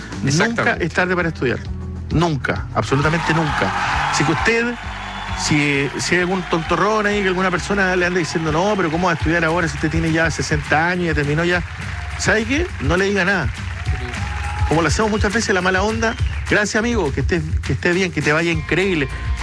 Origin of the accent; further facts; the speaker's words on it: Punta Arenas, Magallanes, Chile; no tan solo con el caso de mi hermano, además que venimos todos de Punta Arenas, a todos le ha costado, somos tres hermanos